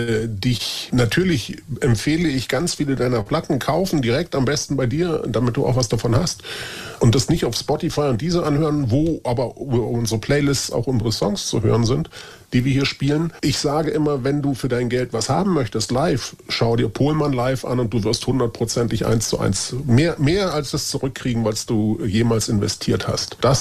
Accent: Baden-Württemberg, Germany; wir sind beide in Baden-Württemberg aufgewachsen.

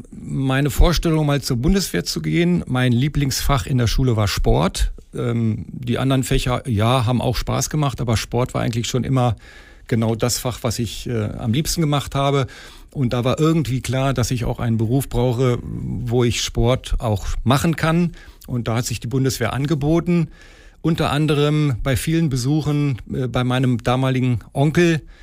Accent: Hamelin, Lower Saxony, Germany; ich bin in Hameln geboren, auch in Hameln groß geworden. Ich habe die Stadt lieben gelernt

